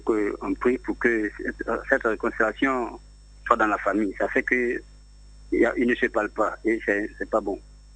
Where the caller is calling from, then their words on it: Abidjan, Côte d’Ivoire; J'appelle de Trècheville.